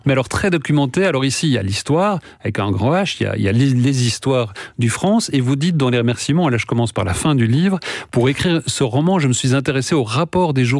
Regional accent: Belgium; Moi, je la connaissais pas, j'avoue, en tant que Belge.

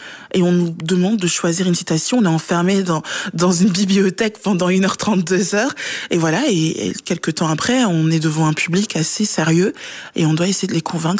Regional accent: Wallonia, Belgium; Je viens du Bourinage

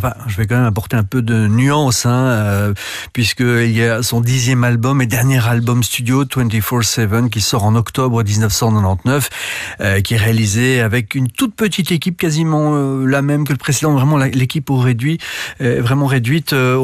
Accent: Belgium; Par exemple, chez nous en Belgique, eh bien, la version de … s'est mieux classée dans les charts numéro 3 que la version originale en 84

